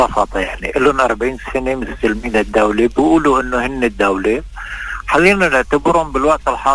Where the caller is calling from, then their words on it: Lebanon; عندنا بلبنان